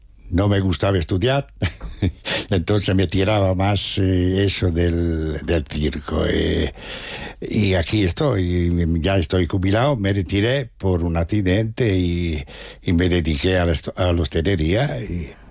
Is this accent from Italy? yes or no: yes; Italy; Spanish is a second language; now in Spain; sono qui da 51 anni. Mi trovo molto bene qui in Spagna. Quiero mucho este país como el mío, porque soy casi más español que italiano.